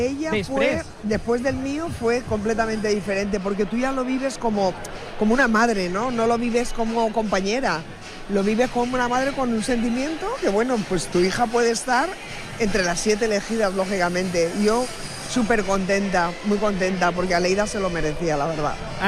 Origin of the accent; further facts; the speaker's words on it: Alicante, Valencian Community, Spain; No, yo salí de Florida Portazgo. Yo salí Belleza de Florida Portazgo. Que mi padre, a pesar de que mis padres son manchegos, uh-huh. tengo que decir que cuando vinieron a Alicante